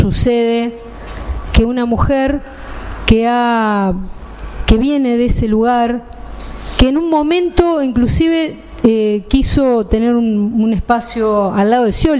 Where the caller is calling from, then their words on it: Santa Fe province, Santa Fe, Argentina; Aguante, sí, la provincia de Santa Fe. Soy santafesina también.